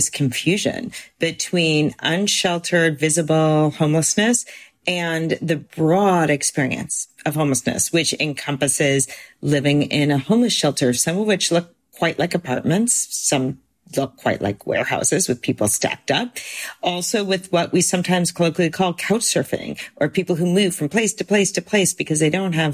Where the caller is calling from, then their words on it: California, United States; I'm calling in from the Bay Area.